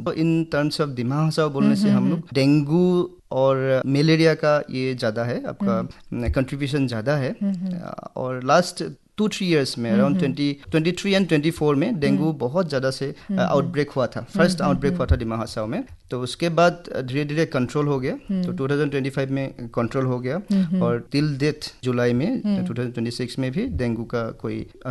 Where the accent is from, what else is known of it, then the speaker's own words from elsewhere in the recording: Golaghat district, Assam, India; moved away as an adult; also born or lived in Jorhat; now in Haflong, India; मैं गोलाघाट डिस्ट्रिक्ट से हूँ। मेरा स्कूलिंग वहाँ पे एक गवर्नमेंट स्कूल से हुआ है